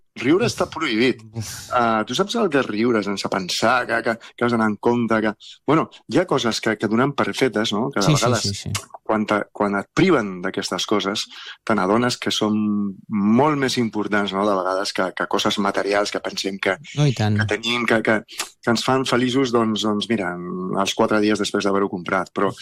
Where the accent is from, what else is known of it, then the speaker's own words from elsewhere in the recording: Soria, Castile and León, Spain; que la meva mare és la que millor els fa, perquè som de Sòria.